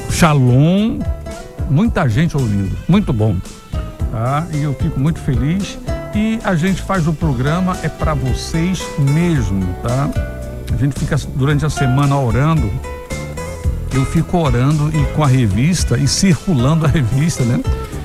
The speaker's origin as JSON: {"language": "Portuguese", "town": "Gurupi", "region": "Tocantins", "country": "Brazil", "moved": "yes", "said": "Eu sou de Gurupi, lá havia umas divisões nas batistas lá e também nas presbiterianas."}